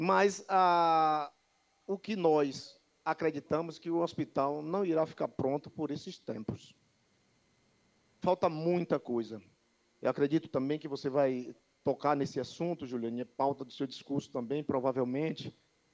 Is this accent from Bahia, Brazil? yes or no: yes; Conceição do Jacuípe, Bahia, Brazil; ao povo de Conceição de Jacuípe, ao povo da minha terra